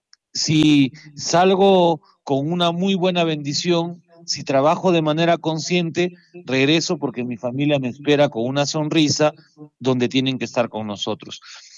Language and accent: Spanish; Peru; nuestra realidad como peruanos y acá también en Arequipa.